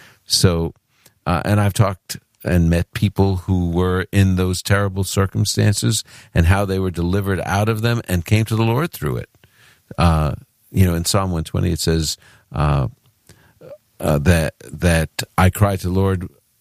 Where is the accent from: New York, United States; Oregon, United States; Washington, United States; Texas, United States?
New York, United States; Brooklyn; And that's what I call the Holy Land because I'm from Brooklyn.